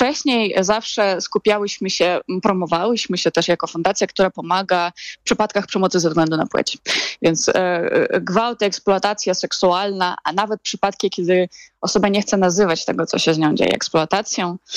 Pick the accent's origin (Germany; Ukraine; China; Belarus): Ukraine; Polish is a second language; moved away as an adult; now in Poland; doświadczam tego również jako osoba z Ukrainy, mimo że mieszkam w Polsce ponad 12 lat, mimo że absolutnie jestem zintegrowaną migrantką.